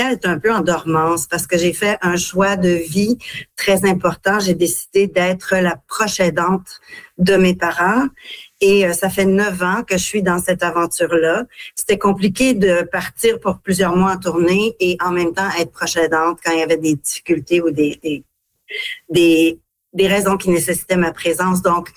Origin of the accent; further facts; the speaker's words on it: Ontario, Canada; Moi, je suis une franco-ontarienne avec, j'ai mon tatou franco-ontarien, comme on dit, depuis longtemps.